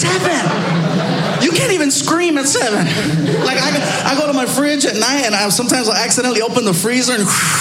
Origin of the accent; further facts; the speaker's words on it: California, United States; I'm from California.